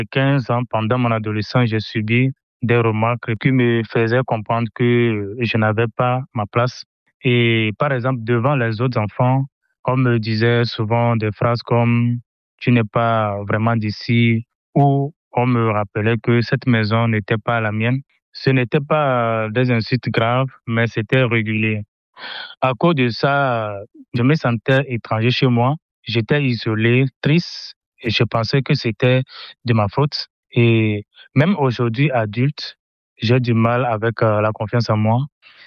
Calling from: Lomé, Maritime, Togo; j'ai 28 ans, je vis à Lomé.

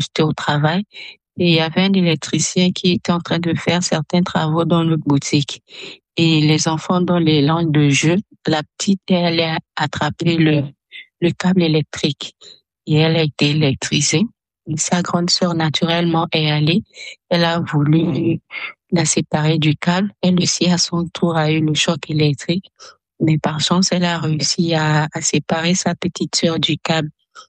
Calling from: Lomé, Maritime, Togo; J'ai 39 ans et je suis à Lomé au Togo.

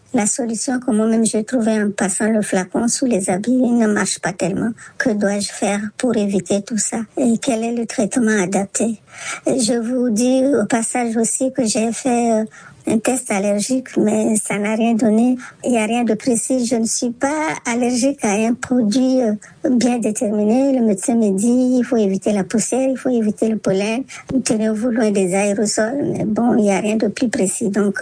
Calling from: Bordeaux, Nouvelle-Aquitaine, France; je vis à Bordeaux en France. J'ai 68 ans.

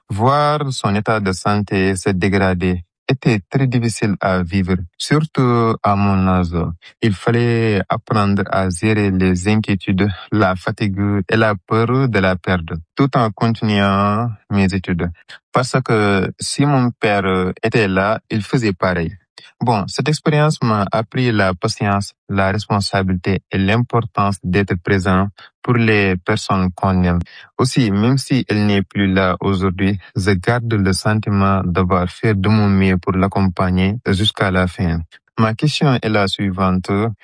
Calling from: Dakar, Senegal; j'ai 21 ans. Je suis étudiant en deuxième année de licence. Aussi, je vis à Dakar.

